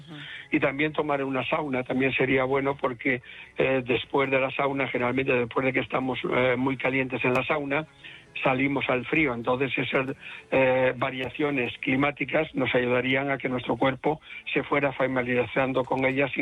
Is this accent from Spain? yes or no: yes; Galicia, Spain; Como buen gallego voy allí.